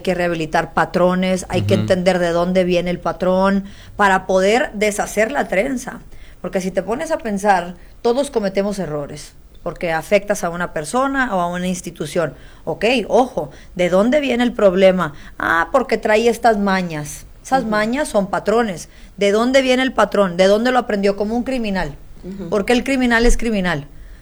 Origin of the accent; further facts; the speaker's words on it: Mexico; also born or lived in Waco, Texas; Yo soy chaparrita, mexicana, voluptuosita, y de pierna corta